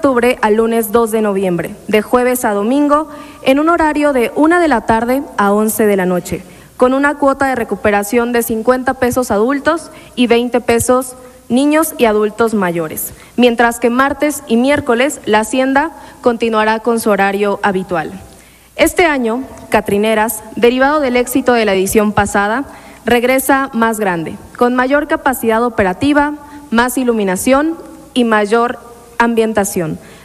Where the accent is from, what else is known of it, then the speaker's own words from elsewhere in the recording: Mexico; Es esa manera tan nuestra como mexicanos de recordar a quienes se fueron